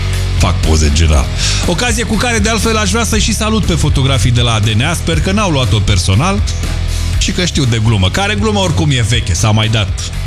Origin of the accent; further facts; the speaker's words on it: Romania